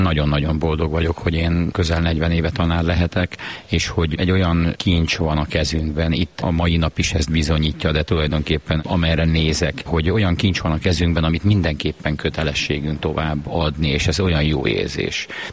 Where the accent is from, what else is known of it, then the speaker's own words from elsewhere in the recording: Hungary; now in Budapest, Hungary; Amikor én elkezdtem tanítani itt Budapesten, én egy vidéki fiú vagyok